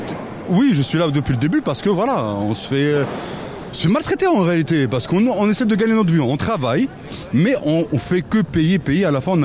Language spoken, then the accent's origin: French; Courbevoie, Île-de-France, France; Je suis parisien, je viens de la banlieue, Courbevoie